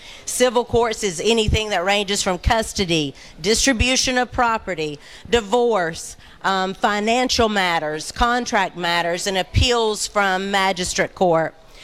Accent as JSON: {"language": "English", "town": "Dobson", "region": "North Carolina", "country": "United States", "tie": "born or raised there"}